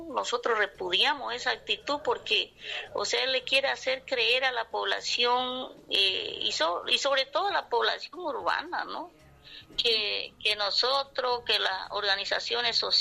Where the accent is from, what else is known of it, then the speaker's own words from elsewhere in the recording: Bolivia; Nosotros como bolivianos estamos en el pleno derecho de poder hacer nuestras protestas